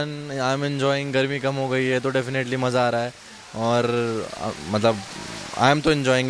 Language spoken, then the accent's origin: Hindi; Delhi, India; मैं दिल्ली से हूँ